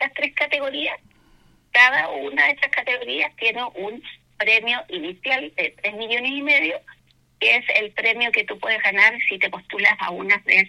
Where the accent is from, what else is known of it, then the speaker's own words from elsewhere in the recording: Rengo, O'Higgins, Chile; born there; moved away as an adult; also born or lived in Rancagua; now in Santiago, Chile; Así es, nací en Rengo, pero viví en Rancagua mucho tiempo.